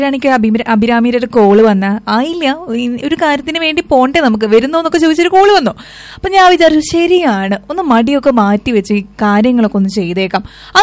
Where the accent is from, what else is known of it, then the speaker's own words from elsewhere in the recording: Thrissur, Kerala, India; ഞങ്ങൾ തൃശ്ശൂരുകാർ തണുപ്പ് എന്നല്ലാട്ട് പറയാം, തണവ് അങ്ങനെയും പറയാം.